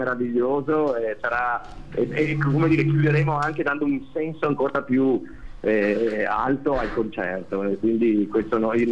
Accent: Vicenza, Veneto, Italy; io sono nato a Vicenza, ho frequentato le scuole del Vicentino

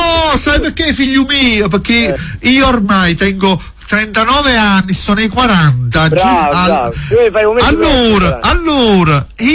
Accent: Torre del Greco, Campania, Italy; born there; Io sono nato a Torre del Greco.

